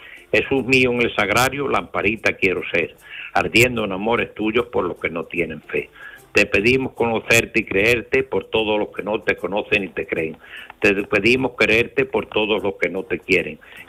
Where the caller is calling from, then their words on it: Arroyomolinos de León, Andalusia, Spain; de Arroyomolinos de León.